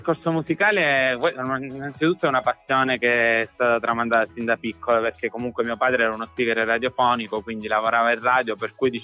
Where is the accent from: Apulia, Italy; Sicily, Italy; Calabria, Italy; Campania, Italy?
Sicily, Italy; Sì, è un pezzo legato alla mia terra, si chiama … tra l'altro è un pezzo che ho avuto la fortuna che è stato condiviso, insomma, tra i diversi VIP che venivano alle Eolie